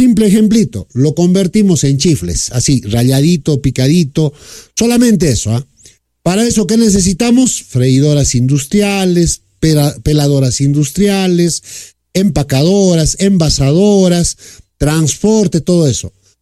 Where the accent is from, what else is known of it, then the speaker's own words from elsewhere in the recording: Patambuco, Puno, Peru; mi tierra, Patambuco, produce una de las papas más exquisitas y ricas. Más de 25 variedades solamente en mi Patambuco.